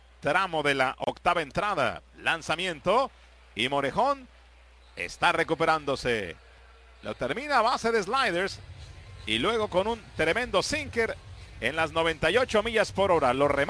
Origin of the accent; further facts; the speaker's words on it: Tijuana, Baja California, Mexico; Saludamos a la afición desde Nueva York hasta Tijuana, en el este de la hermosa TJ, mi tierra.